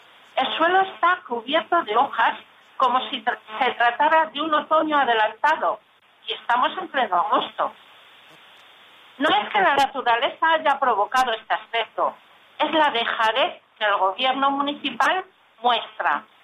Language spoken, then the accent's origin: Spanish; Benavente, Castile and León, Spain; born there; Soy una ciudadana de Benavente que me gusta esta ciudad porque en ella he nacido